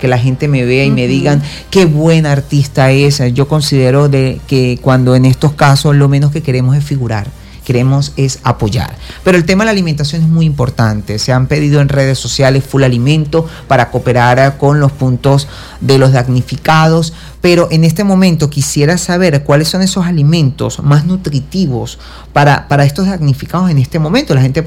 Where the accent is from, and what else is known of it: Venezuela